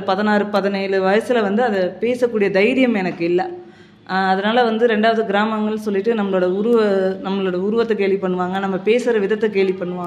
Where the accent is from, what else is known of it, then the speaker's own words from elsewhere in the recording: Ayyangarkulam, Tamil Nadu, India; moved away as an adult; also born or lived in Kanchipuram; திரும்ப காஞ்சிபுரத்தில் 11வது சேர்ந்துட்டு ஒரு 3 மாதங்கள் படிச்சுட்டு திரும்ப நான் படித்த பக்கத்தில் ஐயங்கார்குளம்ன்ற ஒரு ஊரில் படித்தேன், அந்த ஊருக்கே திரும்ப வந்துட்டேன்.